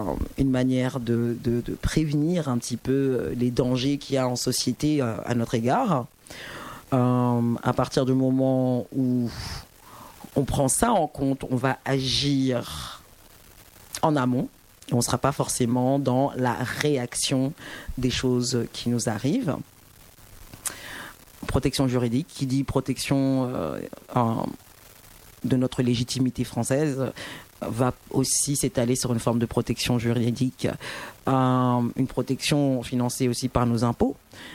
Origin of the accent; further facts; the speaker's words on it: France; nous sommes une ethnie française, nous sommes des Noirs en France